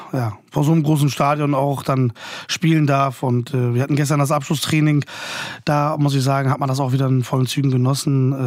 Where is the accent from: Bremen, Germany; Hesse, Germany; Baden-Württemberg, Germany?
Bremen, Germany; Wir sind quasi, ich persönlich, in Himmeling geboren, aufgewachsen.